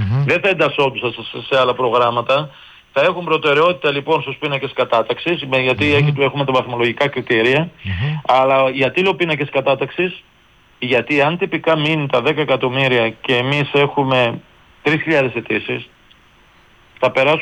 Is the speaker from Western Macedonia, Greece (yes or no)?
yes; Pontokomi, Western Macedonia, Greece; εγώ προσωπικά είμαι από λιγνητική περιοχή, κατάγομαι από την Ποντοκόμη Κοζάνη